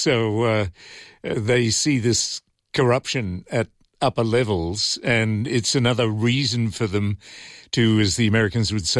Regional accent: Griffith, New South Wales, Australia; born there; No, I'm not. I was born in Griffith, but so.

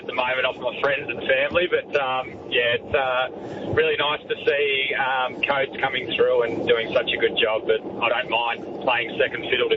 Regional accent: Echuca, Victoria, Australia; I was obviously born and bred in Echuca, and I moved down as a 17-year-old and got thrown straight into the system.

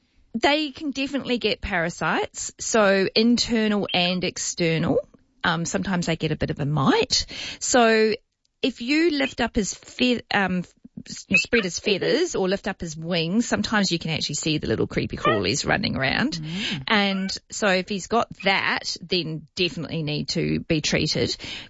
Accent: New Zealand; I grew up in New Zealand and we used to go to the park across the road and they had masses of aviaries

